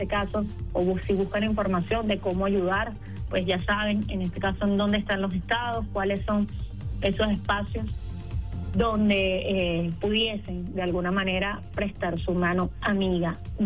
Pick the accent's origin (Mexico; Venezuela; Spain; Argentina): Venezuela